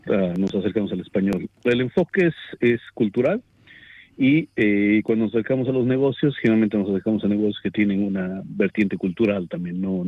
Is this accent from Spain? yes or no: no; Tupiza, Potosí, Bolivia; moved away; soy de Bolivia. Evidentemente tengo una descendencia italiana. Pero nací en Bolivia y me crié en Bolivia, en la ciudad de Tupiza, que es muy cerca a la frontera con Argentina.